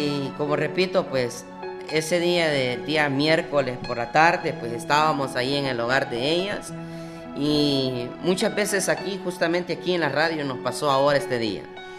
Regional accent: Candelaria de la Frontera, Santa Ana, El Salvador; nosotros somos de aquí, de Candelaria de la Frontera, Candelaria de la Frontera, del departamento de Santa Ana. Nosotros pertenecemos a Iglesia Profética, el Poder del Espíritu Santo

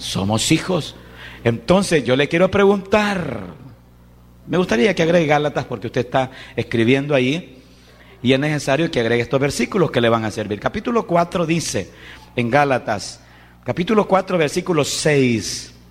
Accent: El Salvador; yo soy indito aguacatero del Salvador, 100%.

